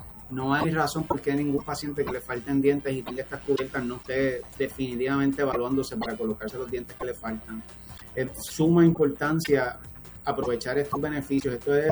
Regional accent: Puerto Rico; nos gusta como puertorriqueños

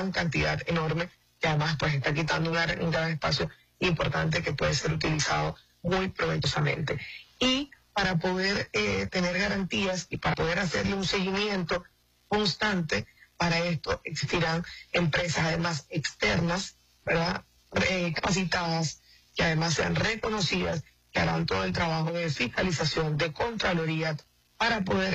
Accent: Zulia, Venezuela; yo particularmente que soy del estado de Zulia, vivo constantemente los razonamientos

